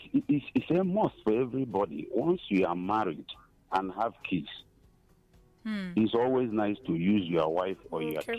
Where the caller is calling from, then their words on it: Enugu, Enugu State, Nigeria; I'm calling from Enugu.